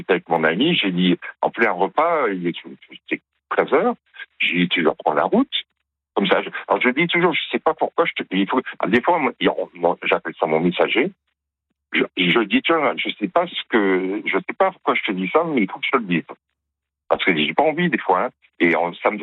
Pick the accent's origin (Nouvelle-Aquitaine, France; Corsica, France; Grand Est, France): Grand Est, France; born there; j'ai quand même une culture religieuse parce que je suis né en Alsace.